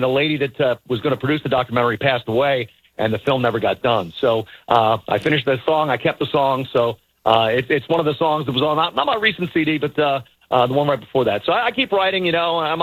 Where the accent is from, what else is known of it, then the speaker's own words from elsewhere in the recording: Philadelphia, Pennsylvania, United States; moved away; I grew up in Philadelphia.